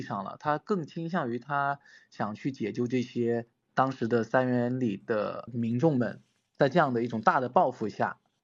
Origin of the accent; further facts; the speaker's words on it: Hainan, China; born there; now in Guangzhou, China; 因为我家是海南的，小时候也会看到过